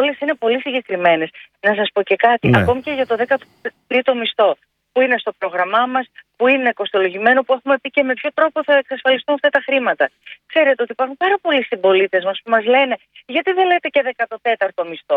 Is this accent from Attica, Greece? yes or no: no; Thessaloniki, Central Macedonia, Greece